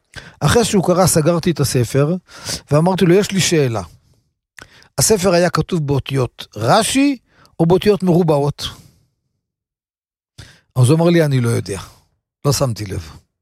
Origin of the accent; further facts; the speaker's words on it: Kiryat Ata, Haifa District, Israel; בתור ילד, גרתי בכפר עטה.